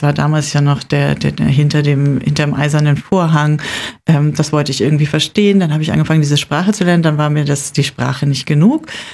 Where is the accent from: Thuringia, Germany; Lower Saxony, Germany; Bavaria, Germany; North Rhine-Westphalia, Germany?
Bavaria, Germany; Munich; Ja, das ist ja nicht so weit weg von meiner Heimatstadt München